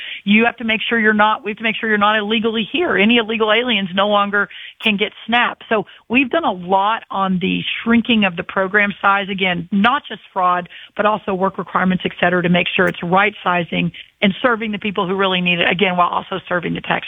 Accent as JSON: {"language": "English", "region": "Texas", "country": "United States", "said": "Well, I'm from a red state. I'm from Texas. I worked in state policy."}